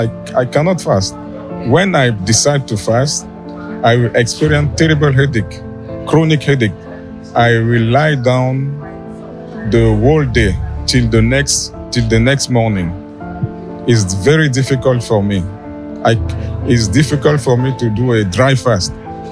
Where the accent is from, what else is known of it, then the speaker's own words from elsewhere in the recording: Cameroon; now in France; I'm coming from France, originally from Cameroon.